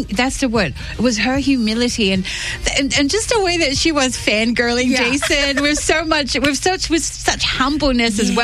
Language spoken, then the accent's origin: English; Tonga; I'm Tonga